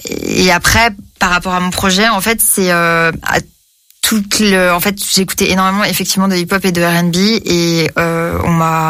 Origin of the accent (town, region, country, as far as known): Bordeaux, Nouvelle-Aquitaine, France; moved away as an adult; now in Paris, France